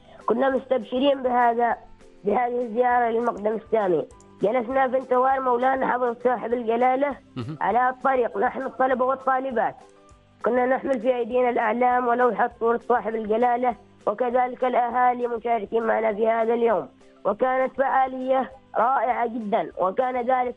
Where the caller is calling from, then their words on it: Al Wusta, Oman; من الجوبة، من قرية الجوبة